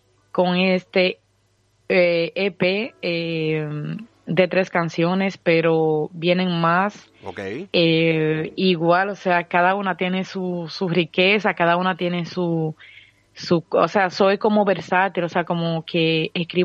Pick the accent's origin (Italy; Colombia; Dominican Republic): Dominican Republic; now in France; allá en RD, allá en mi país.